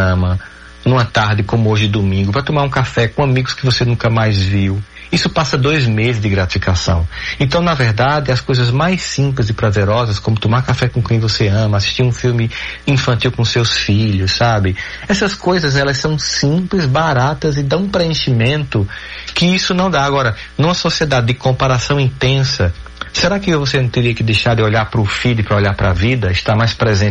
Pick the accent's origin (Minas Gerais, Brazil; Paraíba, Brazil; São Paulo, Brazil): Paraíba, Brazil; mas eu faço de Campina Grande, porque eu sou paraibano.